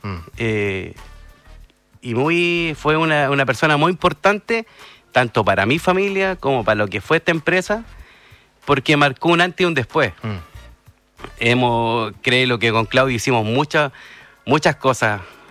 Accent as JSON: {"language": "Spanish", "town": "Peñaflor", "region": "Santiago Metropolitan Region", "country": "Chile", "moved": "as an adult", "lives_now": "Valparaíso, Chile", "said": "yo vengo de Peñaflor."}